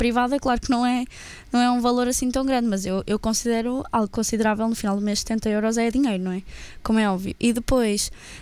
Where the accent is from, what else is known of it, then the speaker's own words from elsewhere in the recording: Espinho, Norte, Portugal; moved away as an adult; now in Coimbra, Portugal; eu também venho de Espinho, onde não há tanta... não há tanta opção por onde escolher.